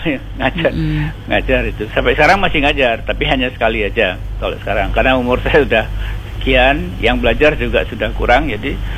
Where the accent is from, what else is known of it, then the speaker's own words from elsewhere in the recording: Bangka Belitung Islands, Indonesia; now in Yogyakarta, Indonesia; saya asli Pulau Bangka, Bangka Belitung.